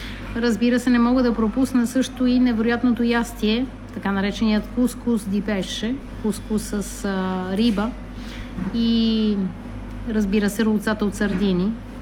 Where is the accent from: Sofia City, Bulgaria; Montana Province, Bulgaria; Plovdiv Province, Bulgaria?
Sofia City, Bulgaria; Sofia; now in Palermo, Italy; Аз, както казва съпругът ми, вече съм почти половин палермитанка. Тима, че съм от София.